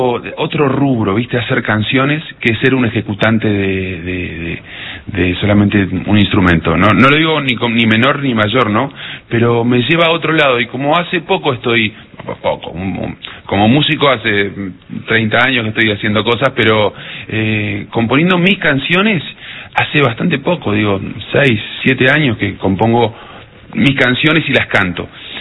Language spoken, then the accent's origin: Spanish; Cutral Có, Neuquén, Argentina; now in Buenos Aires, Argentina; Yo soy de Cutralcó, Neuquén. Muy folclórico, no soy un experto fundamentalista del folclore, pero sí tengo mucha raíz folclórica porque me crié en Las Peñas